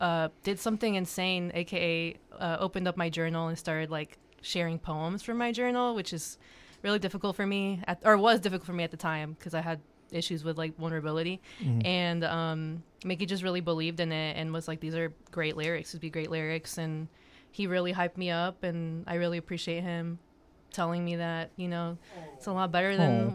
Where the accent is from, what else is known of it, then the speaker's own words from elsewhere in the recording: Durango, Mexico; now in Gainesville, Georgia, United States; I'm from Durango, Mexico. So many of us here in Gainesville, Georgia.